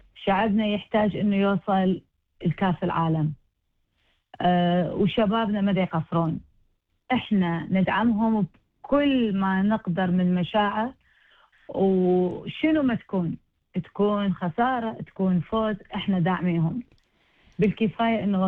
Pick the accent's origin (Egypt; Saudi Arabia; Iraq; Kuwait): Iraq; now in Australia; انا عراقية استرالية، بنفس الوقت قلبي ويا استراليا